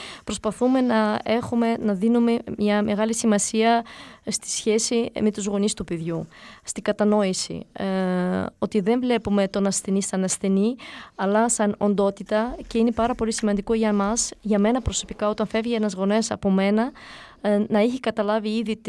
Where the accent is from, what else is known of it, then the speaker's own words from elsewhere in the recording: Greece; είμαστε Έλληνες.